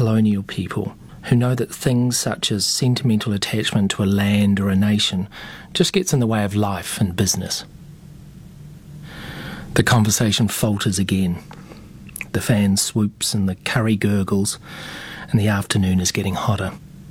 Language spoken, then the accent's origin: English; New Zealand; now in Australia; As a Kiwi who lives in Australia and who can tear up when he hears … on the radio, I find this fascinating.